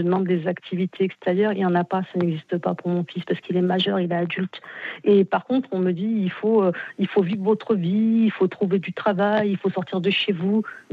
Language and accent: French; France; born there; Moi, je suis née en France.